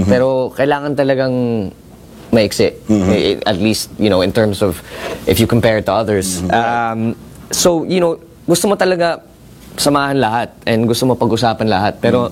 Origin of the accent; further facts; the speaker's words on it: United Kingdom; now in Philippines; Lumaki kami sa UK.